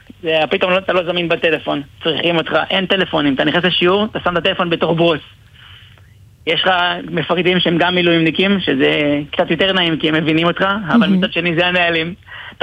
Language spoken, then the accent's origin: Hebrew; Lod, Central District, Israel; גדלתי בלוד.